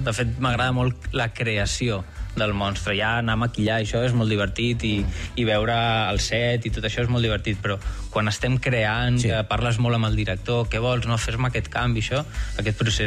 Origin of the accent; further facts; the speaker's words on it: Blanes, Catalonia, Spain; Jo sóc de Blanes.